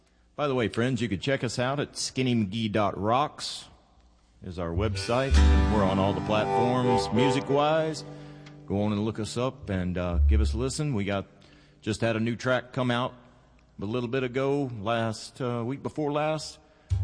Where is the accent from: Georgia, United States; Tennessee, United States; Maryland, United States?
Tennessee, United States; Chattanooga; now in Winter Haven, United States; It's great to be up here in the beautiful town of Chattanooga. In my home state, my home city.